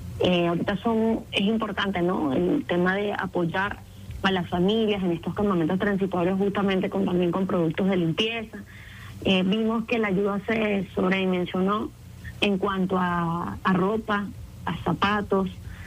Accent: Venezuela; Como venezolanos y venezolanas

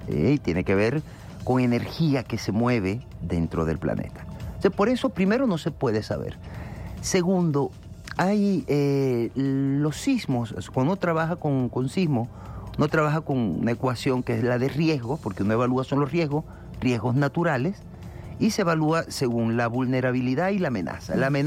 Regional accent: Venezuela; a todos nosotros y nosotras como venezolanos dentro de nuestra psique, desde nuestras emociones.

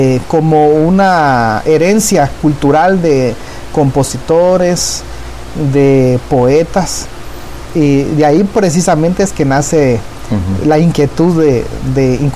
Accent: Chiquimula, Guatemala; born there; Nací en hogar cristiano, mis padres fueron pastores. Soy el cuarto de seis hijos. Nací en Chiquimula.

